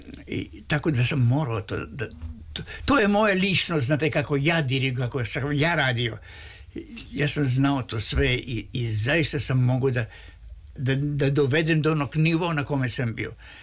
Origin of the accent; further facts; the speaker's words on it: Russia; Pored toga, ja sam bio Rus.